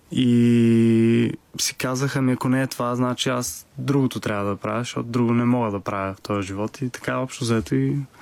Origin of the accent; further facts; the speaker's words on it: Targovishte, Targovishte Province, Bulgaria; Аз съм от Търговище, малко градче